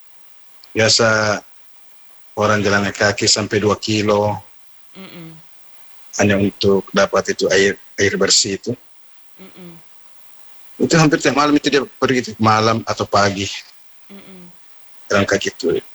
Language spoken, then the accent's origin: Indonesian; South Sulawesi, Indonesia; moved away; Saya di Bone Utara saya.